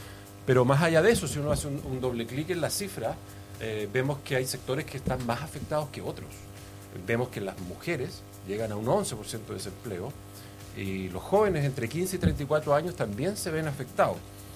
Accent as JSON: {"language": "Spanish", "town": "Coronel", "region": "Biobío", "country": "Chile", "tie": "born or raised there", "said": "soy nacido y criado en Coronel"}